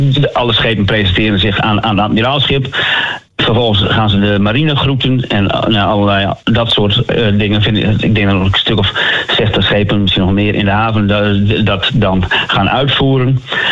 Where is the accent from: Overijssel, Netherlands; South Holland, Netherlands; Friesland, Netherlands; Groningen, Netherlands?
Groningen, Netherlands; Delfzijl; Ik ben geboren en getogen in Delfzijl.